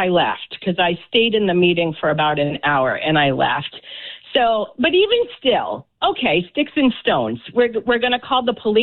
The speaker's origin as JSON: {"language": "English", "town": "Barrington", "country": "United States", "moved": "yes", "said": "to be part of the Italian Catholic community. I'm originally from Barrington, so that's where my Italian heritage came from."}